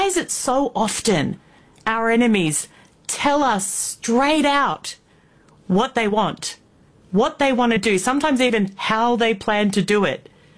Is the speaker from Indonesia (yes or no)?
yes; Indonesia; born or raised there; also born or lived in Australia